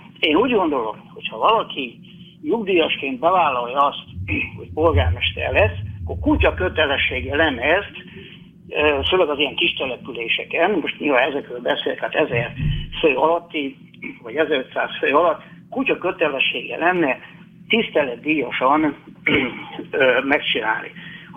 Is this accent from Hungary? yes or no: yes; Hungary; born there